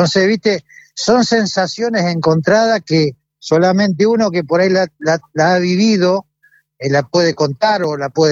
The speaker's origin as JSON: {"language": "Spanish", "country": "Argentina"}